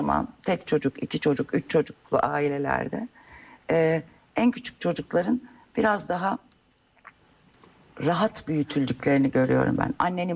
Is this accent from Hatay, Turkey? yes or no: no; Lüleburgaz, Kırklareli, Turkey; oranın hafif doğası, bir... insanı, büyüdüğüm yer.